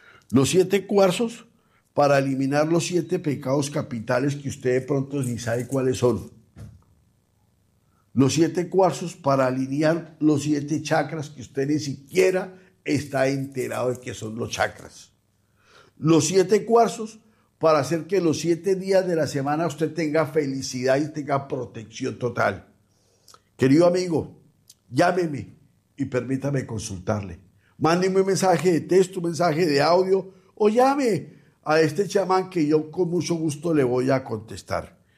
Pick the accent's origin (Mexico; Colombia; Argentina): Mexico; no hace mucho llegó usted de mi tierra, de México.